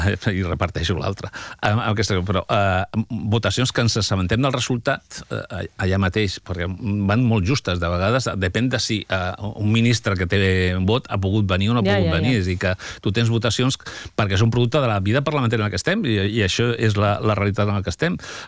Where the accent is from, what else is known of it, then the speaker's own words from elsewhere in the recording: Molins de Rei, Catalonia, Spain; Jo soc de Molins de Rei.